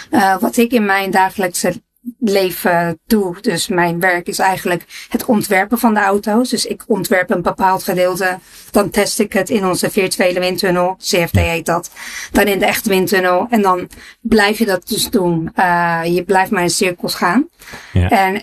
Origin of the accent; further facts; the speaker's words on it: Mijdrecht, Utrecht, Netherlands; moved away as an adult; also born or lived in United States; now in England, United Kingdom; Ik ben in Meidrecht geboren en getogen.